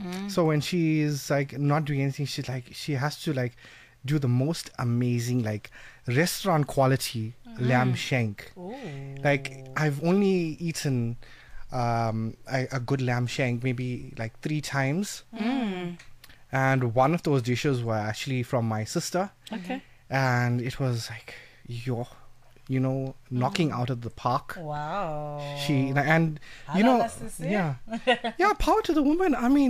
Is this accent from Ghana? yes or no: no; Durban, KwaZulu-Natal, South Africa; born and brought up in Durban.